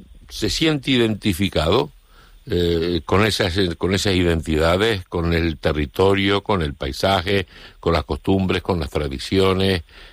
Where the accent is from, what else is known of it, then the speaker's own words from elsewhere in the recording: El Hierro, Canary Islands, Spain; Otra de esas singularidades herreñas que nos identifican como herreño y como canario.